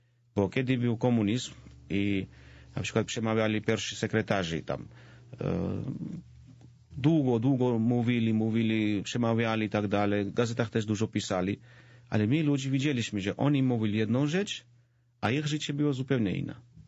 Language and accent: Polish; Georgia; Polish is a second language; Mieszkamy w mojej wiosce rodzinnej. Jestem proboszczem swojej wiosce rodzinnej.